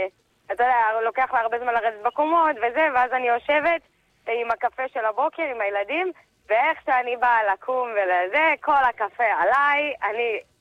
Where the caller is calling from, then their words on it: Ness Ziona, Central District, Israel; ועברנו לנס ציונה עכשיו, ובניין חדש